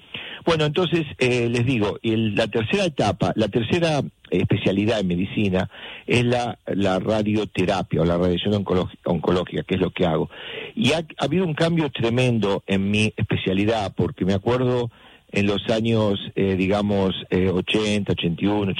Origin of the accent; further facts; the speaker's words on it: Argentina; moved away; yo a veces me salgo como típico argentino, ¿no?